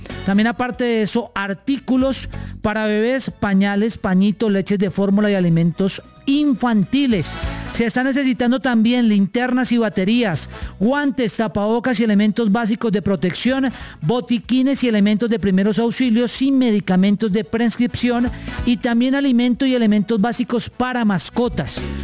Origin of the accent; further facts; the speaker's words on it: Colombia; lo buena papa que somos los colombianos